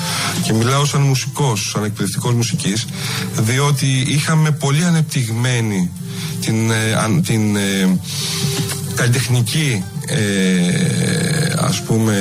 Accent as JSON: {"language": "Greek", "country": "Greece", "also_born_or_lived": "Athens / Piraeus", "said": "εμείς οι άνθρωποι που επιλέξαμε να μείνουμε στον τόπο μας, γιατί και εγώ ίδιος έφυγα για σπουδές στην Αθήνα"}